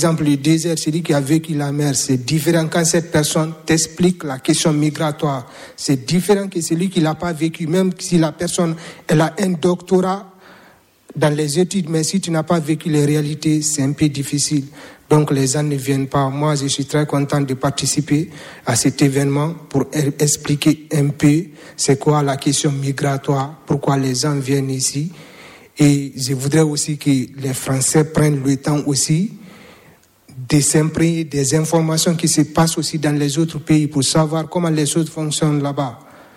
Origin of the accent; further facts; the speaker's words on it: Guinea; la majeure parmi d'entre nous ici, peut-être excepté mon frère, nous venons de la Guinée.